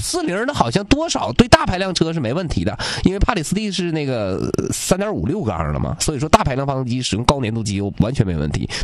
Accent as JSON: {"language": "Chinese", "region": "Northeast China", "country": "China", "said": "我们东北的，东北冬天特别冷"}